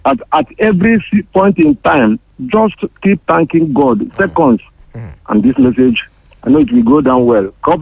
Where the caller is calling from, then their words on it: Ondo, Nigeria; calling from Eta Ogbolu, Akure North.